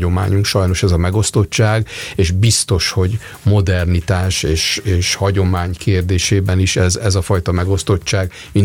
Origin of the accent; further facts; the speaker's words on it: Újpest, Budapest, Hungary